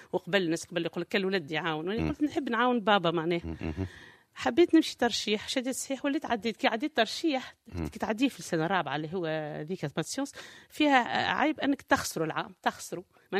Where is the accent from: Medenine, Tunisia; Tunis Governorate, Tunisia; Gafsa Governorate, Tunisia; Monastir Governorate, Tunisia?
Monastir Governorate, Tunisia; Monastir; أني بنت المستير